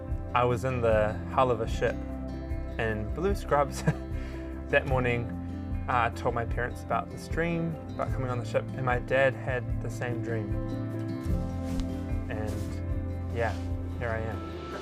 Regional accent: New Zealand; I am the Ward Nurse Reconstructive Plastics Team Leader and I'm from New Zealand.

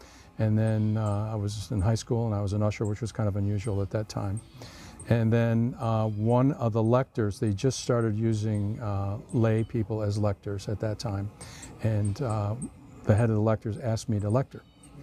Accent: Michigan, United States; you know, I'm from Michigan originally.

